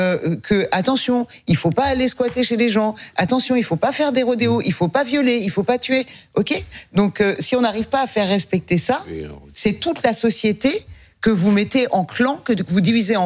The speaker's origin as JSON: {"language": "French", "country": "France", "said": "moi je suis française d'origine étrangère."}